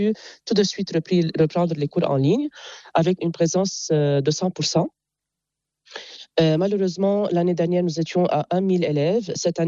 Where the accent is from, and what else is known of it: Jounieh, Keserwan-Jbeil, Lebanon; born or raised there